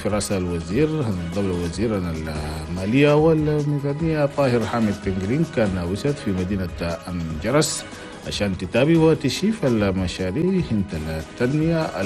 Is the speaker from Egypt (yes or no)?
no; Chad; بيجي بالحين صعب في الأقاليم الصبحانية أنا بلدنا تشاد.